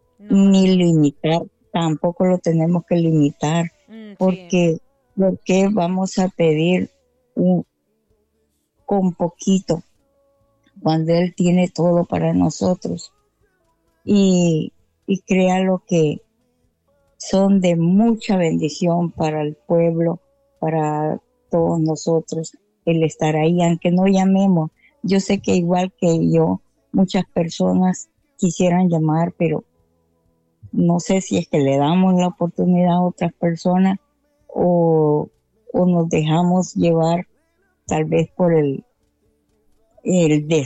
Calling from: San Pedro Sula, Cortés, Honduras; vivo en San Pedro, pero viajo para La Ceiba.

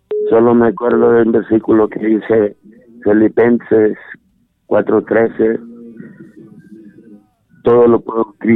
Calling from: Honduras; hablamos de aquí de Brisas de San Manuel.

